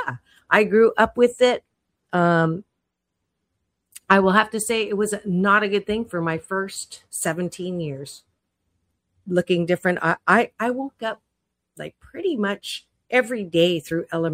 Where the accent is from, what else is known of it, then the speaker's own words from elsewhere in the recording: Kitchener, Ontario, Canada; I was raised in Canada. I was born actually in Kitchener-Waterloo in Ontario, and I did not look like anybody there. It was very homogenous